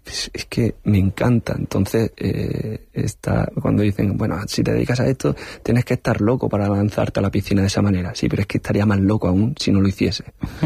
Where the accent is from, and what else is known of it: Linares, Andalusia, Spain; born or raised there; moved away